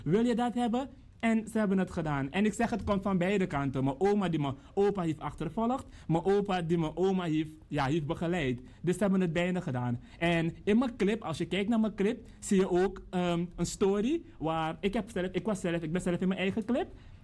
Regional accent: Suriname; now in Netherlands; Ik ben een trotse Surinamer.

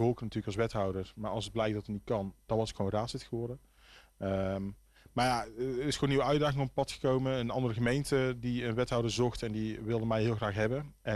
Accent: Kaatsheuvel, North Brabant, Netherlands; ik ben zelf opgegroeid in Kaatsheuvel. Ik woon heel mijn leven al in Kaatsheuvel.

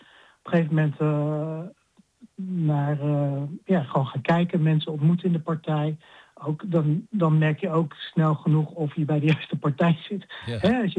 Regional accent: Sint-Michielsgestel, North Brabant, Netherlands; born there; Ik ben geboren in Sint-Michiels-Gestel in Brabant. Maar daar woonden mijn ouders toen.

